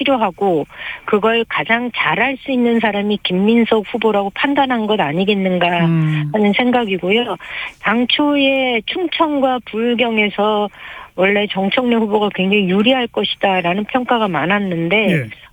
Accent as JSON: {"language": "Korean", "region": "Seoul", "country": "South Korea", "tie": "born or raised there", "moved": "as an adult", "lives_now": "Uiseong, South Korea", "said": "고향은 서울인데요."}